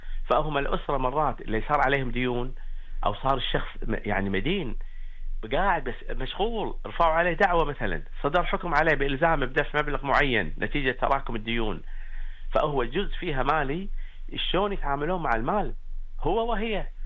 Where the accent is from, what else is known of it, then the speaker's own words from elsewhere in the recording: Qatar; عندنا في قطر